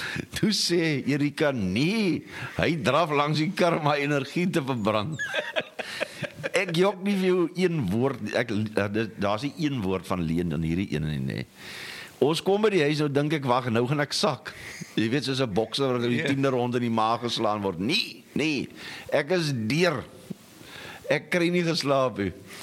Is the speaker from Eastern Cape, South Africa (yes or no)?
yes; Kirkwood, Eastern Cape, South Africa; ek kom van Kirkwood af